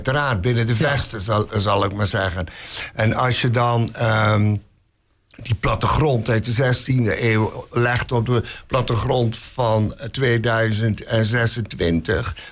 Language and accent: Dutch; Maldegem, Flanders, Belgium; now in Schiedam, Netherlands; Want ik kom oorspronkelijk uit België. Uit ja. Maldegem, bij Zeeuws-Vlaanderen weliswaar, maar toch uit België.